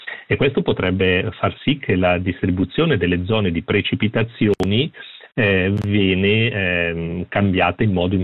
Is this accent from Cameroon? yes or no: no; Switzerland